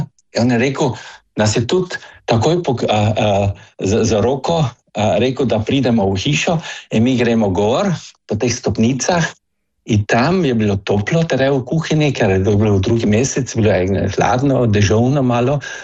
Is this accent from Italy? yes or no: no; Carinthia, Austria; Jaz sem rojen na Koroškem, sem koroški Slovenc.